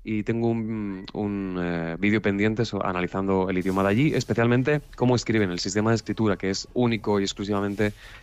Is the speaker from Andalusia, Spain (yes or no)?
yes; Orce, Andalusia, Spain; Es que mis padres son de un pueblo de Granada y al lado hay un pueblo que se llama Huéscar, mi pueblo es Orce